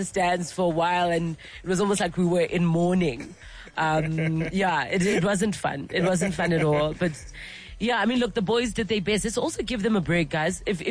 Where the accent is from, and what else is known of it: South Africa